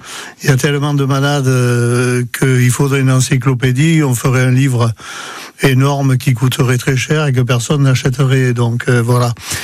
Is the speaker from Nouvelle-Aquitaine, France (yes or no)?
no; Occitanie, France; born there; Déjà, moi, je suis né en Cévennes. Bon, je suis né plus haut, en Pays de Mines.